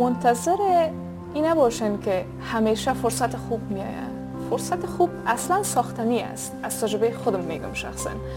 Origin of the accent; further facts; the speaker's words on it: Afghanistan; بلخص از جایم که در خود افغانستان هستم، چون که هم نوم در خود وطنم هستن